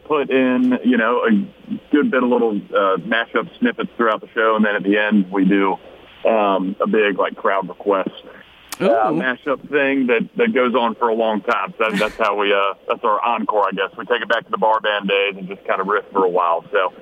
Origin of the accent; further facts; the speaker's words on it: North Carolina, United States; now in Nashville, United States; Yes, I'm from North Carolina. Born and raised, live in Nashville now, and been playing music since the eighth grade.